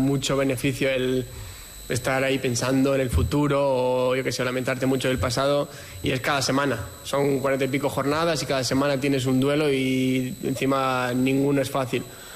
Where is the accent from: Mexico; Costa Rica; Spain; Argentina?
Spain; Basque Country; encima yo soy de aquí, de Euskadi, y lo siento el Eibar como también un club muy especial